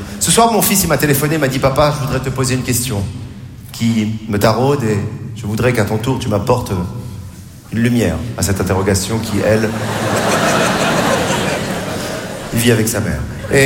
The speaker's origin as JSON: {"language": "French", "country": "Morocco", "tie": "born there", "said": "Je suis né au Maroc."}